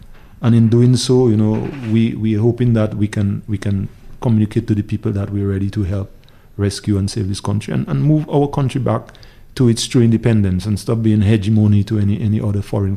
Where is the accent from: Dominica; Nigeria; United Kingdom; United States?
Dominica